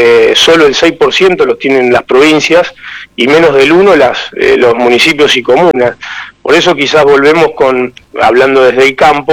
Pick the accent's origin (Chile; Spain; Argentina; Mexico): Argentina; Santa Fe; nos gusta decir un poco a los santafesinos